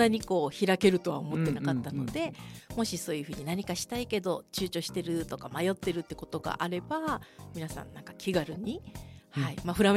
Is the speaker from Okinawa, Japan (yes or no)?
yes; Nago, Okinawa, Japan; 私も先ほどちょっと説明した通りもともと地元名護出身なので、